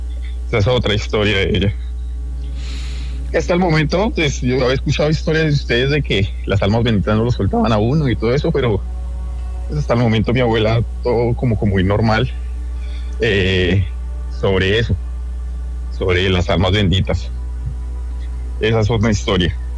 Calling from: Boyacá, Colombia; Yo soy de Boyacá.

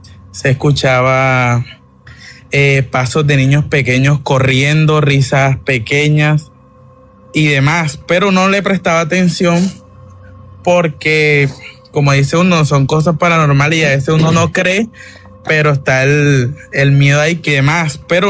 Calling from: Barranquilla, Atlántico, Colombia; yo soy de acá, de Barranquilla.

